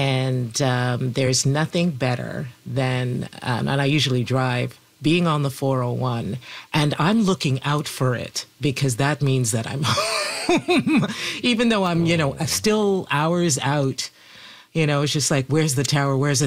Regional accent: Montreal, Quebec, Canada; now in Toronto, Canada; I am originally from Montreal. My family is still there. I go between the cities an awful lot.

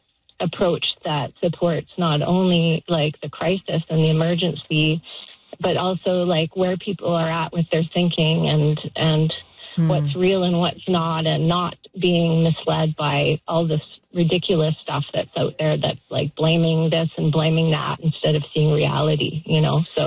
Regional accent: British Columbia, Canada; And, you know, I grew up in the Okanagan. I don't live there anymore, but you know, I was a tree planter early on.

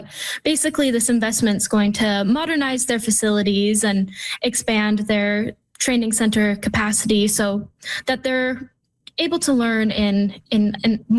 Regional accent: Stettler, Alberta, Canada; Yeah, I grew up in Stettler, so kind of east central Alberta. I went away to school for 4 years in Ottawa, and now I'm kind of back in the area.

